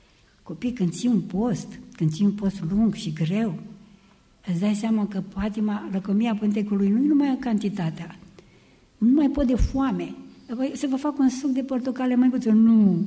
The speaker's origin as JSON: {"language": "Romanian", "region": "Bărăgan Plain", "country": "Romania", "tie": "born or raised there", "said": "Am crescut la țară, în Bărăgan, unde foamea era frecventă."}